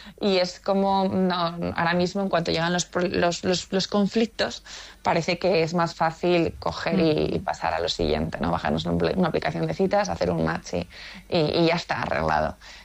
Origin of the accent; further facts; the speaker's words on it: Zaragoza, Aragon, Spain; Porque, bueno, yo soy de Zaragoza, pero de hecho le ponen en esto de mi libro.